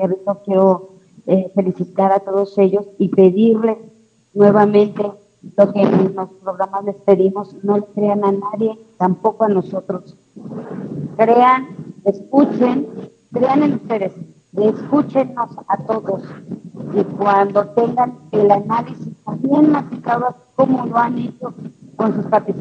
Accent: Mexico

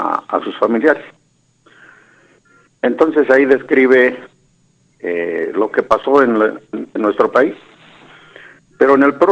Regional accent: Mexico

